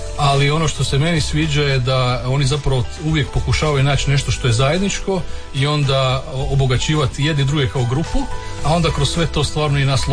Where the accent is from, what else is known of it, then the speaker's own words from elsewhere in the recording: Croatia; mi često kao Hrvati ne razumijemo recimo koliko je Poljska velika zemlja.